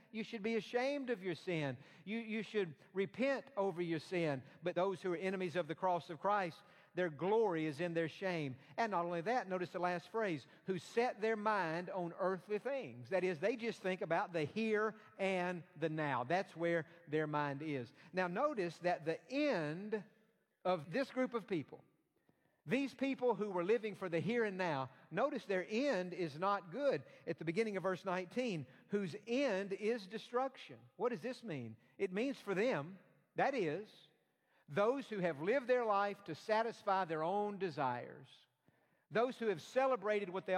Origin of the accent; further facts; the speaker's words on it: East Point, Georgia, United States; I was born in Georgia, Atlanta, Georgia. Actually, I was born in East Point, which East Point is to Atlanta what Bel Air is to Houston. It's just right there attached to it. But I'm from Georgia.